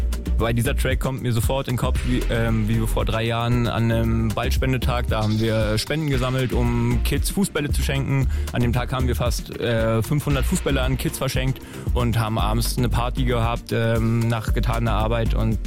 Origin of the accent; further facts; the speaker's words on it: Strausberg, Brandenburg, Germany; Ich komme eigentlich aus Strausberg, das ist so die nächstgrößtgelegene Stadt, sage ich mal.